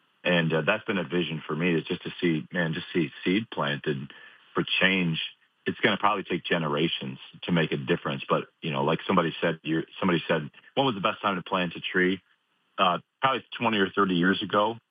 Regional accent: Chicago, Illinois, United States; also born or lived in Raleigh; now in York, United States; I moved to York in 2004 from Raleigh, North Carolina. I was actually born and raised outside in the suburbs of Chicago.

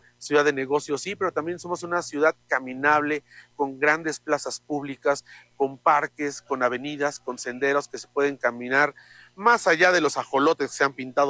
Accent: Mexico City, Mexico

